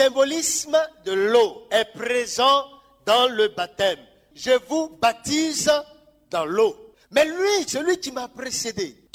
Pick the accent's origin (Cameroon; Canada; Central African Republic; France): Central African Republic; chez nous en Centrafrique, on appelle ça Kinda Gozo.